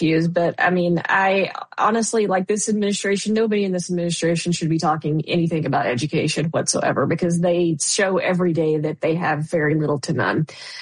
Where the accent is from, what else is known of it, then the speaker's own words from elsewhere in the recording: Texas, United States; moved away; I am originally from Texas